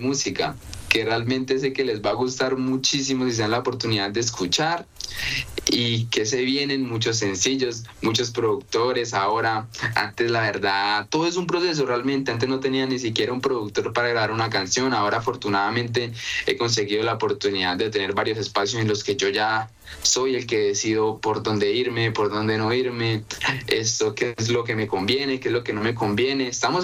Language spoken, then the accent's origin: Spanish; Arauca, Colombia; qué chimba poder representar a Arauca, porque, pues porque Arauca es mi tierra, pues ahí me crié y ahí voy a estar siempre.